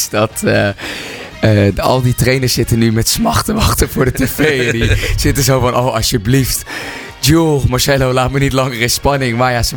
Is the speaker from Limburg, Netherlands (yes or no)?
no; Almere, Flevoland, Netherlands; ik kom zelf ook uit Almere